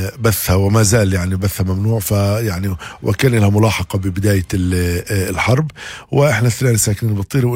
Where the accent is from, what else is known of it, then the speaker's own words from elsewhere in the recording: Tira, Central District, Israel; أنا من مدينة الطيري، إحنا يعني عائلة نازحة من قرية مسكة المهجرة، هجرت سنة 1948.